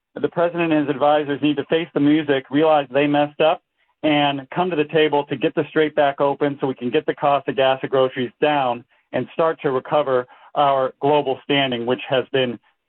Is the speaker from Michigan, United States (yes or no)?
yes; East Lansing, Michigan, United States; I'm a local guy. I was raised in East Lansing. I live in the Lansing area. Spent my whole life in mid-Michigan